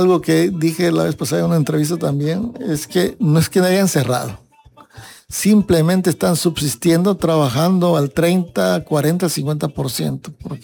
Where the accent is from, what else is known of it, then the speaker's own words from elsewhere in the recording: Mexico; now in Tapachula, Mexico; Yo tengo 38 años que llegué a Tapachula porque soy originario de Capetagua.